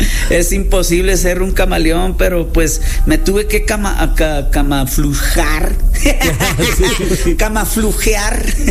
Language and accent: Spanish; Mexico; no importa si somos de este lado del charco o del otro, somos mexicanos y debemos de estar unidos